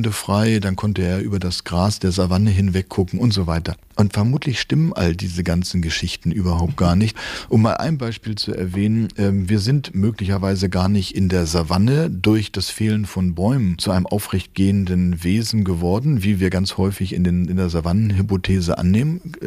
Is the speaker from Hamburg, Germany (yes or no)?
yes; Hamburg, Germany; Ich komme aus Hamburg. Ich darf das vielleicht als Hamburger sagen.